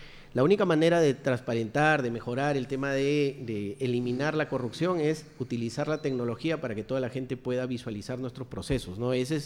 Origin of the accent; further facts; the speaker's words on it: Chiclayo, Lambayeque, Peru; Regresé a Chiclayo, yo soy chiclayano, ¿no? Vivo en La Victoria, distrito donde siempre he vivido y sigo viviendo.